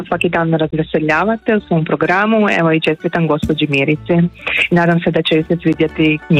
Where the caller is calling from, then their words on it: Zagreb, City of Zagreb, Croatia; Iz Zagreba zovem